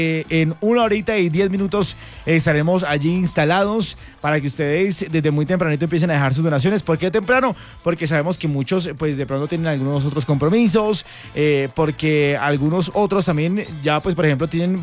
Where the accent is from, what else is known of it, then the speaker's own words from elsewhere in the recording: Duitama, Boyacá, Colombia; como buenos boyacenses, como buenos duitamenses, como buenos colombianos